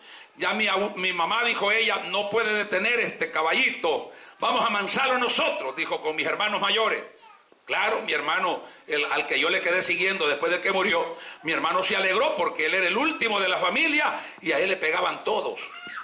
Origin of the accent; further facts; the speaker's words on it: El Salvador; also born or lived in Honduras; Yo tengo tres nacionalidades para la gloria del Señor. Soy hondureño por nacimiento, de padres salvadoreños. Y soy salvadoreño por crecimiento.